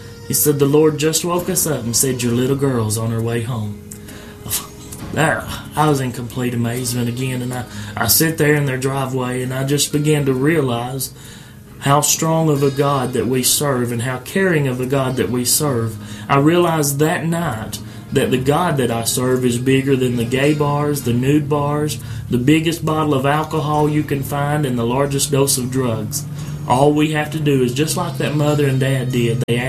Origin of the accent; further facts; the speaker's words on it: Chattanooga, Tennessee, United States; And I said, I'm a preacher from Chattanooga.